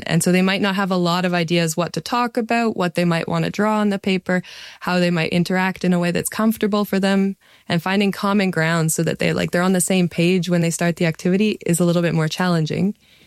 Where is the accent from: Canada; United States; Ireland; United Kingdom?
Canada; And I said, "Hi … I'm from Canada."